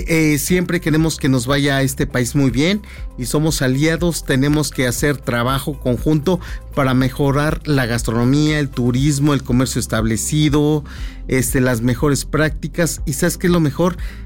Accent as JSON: {"language": "Spanish", "region": "Puebla", "country": "Mexico", "said": "nos une como mexicanos, como poblanos"}